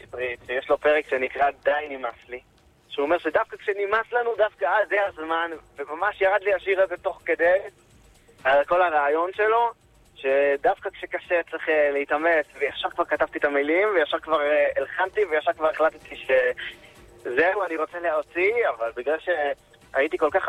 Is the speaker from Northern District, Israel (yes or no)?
no; Rehovot, Central District, Israel; also born or lived in Jerusalem / Gush Etzion; נכון, אני הייתי כמה שנים בירושלים... בהתחלה הייתי ברחובות, אחרי זה בירושלים.